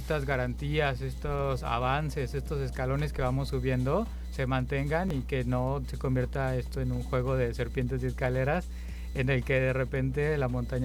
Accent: Veracruz, Mexico; also born or lived in Oaxaca; now in Guanajuato, Mexico; yo nací y crecí en Veracruz, después pude vivir en Oaxaca y actualmente estoy viviendo en Guanajuato.

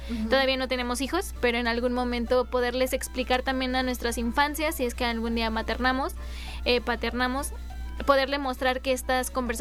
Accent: Mexico City, Mexico; en el barrio, pues, de donde vengo

